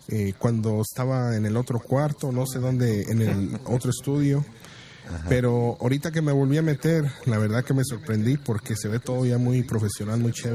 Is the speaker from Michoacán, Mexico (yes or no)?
yes; La Piedad, Michoacán, Mexico; now in Iowa, United States; Yo originario soy de La Piedad, Michoacán, pero radico acá en Estados Unidos, en el estado de Iowa.